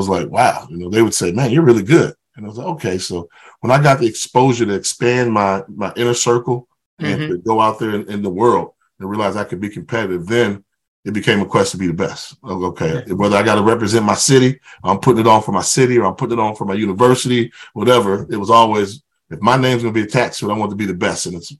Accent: Los Angeles, California, United States; I'm 17. I'm a boy from Crenshaw, and I'm just, you know, thinking I know the world, everything.

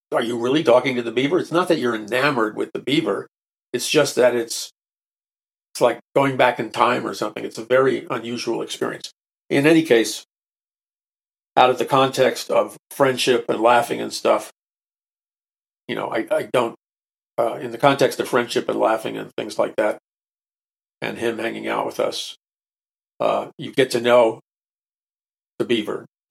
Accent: New York City, New York, United States; And I grew up in New York City, so it was a long way from home.

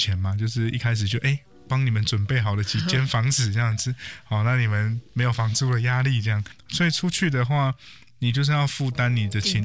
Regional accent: Hualien County, Taiwan; 虽然我是花莲人

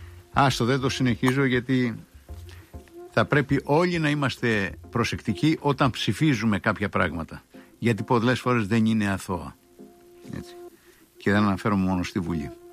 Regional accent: Crete, Greece; now in Zografou, Greece; Κοίταξε, στο χωριό μου, και το όνομά σου παραπέμπει και σένα, είναι Κρήτη.

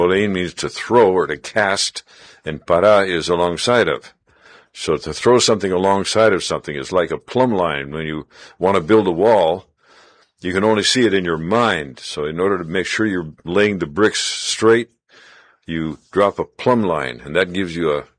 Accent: Mesa, Arizona, United States; also born or lived in Latin America; from Mesa, Arizona.

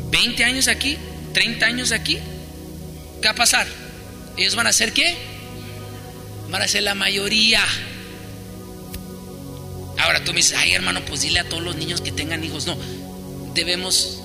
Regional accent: United States

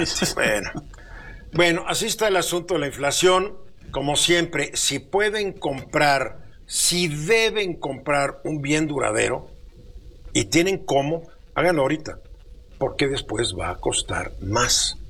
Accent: Mexico; somos pocos los mexicanos que tenemos gas natural

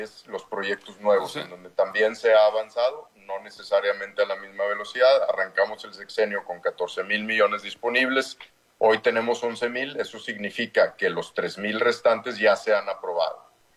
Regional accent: Mexico; los primeros beneficiados de la posibilidad de volver a abrir el sector minero somos los mexicanos

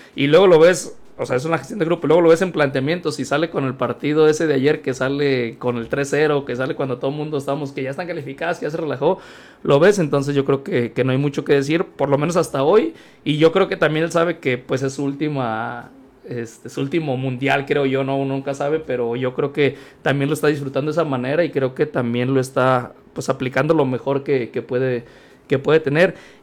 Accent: Mexico; como buenos mexicanos también nosotros ahí

